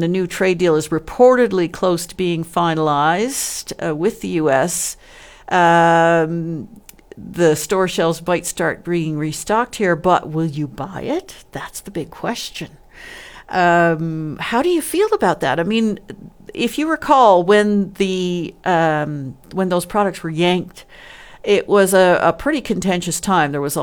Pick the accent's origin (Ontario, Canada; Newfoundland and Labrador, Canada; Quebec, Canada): Newfoundland and Labrador, Canada